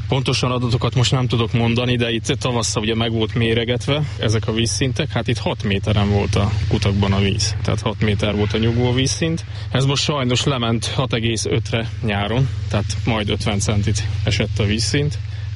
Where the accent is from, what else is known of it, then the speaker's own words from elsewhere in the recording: Kiskunmajsa, Bács-Kiskun, Hungary; Hát itt Kiskunmajsán születtem, és ez mindig olyan város volt, amit víz vett körül. Tehát körbe lehetett Kiskunmajsát korcsolyázni.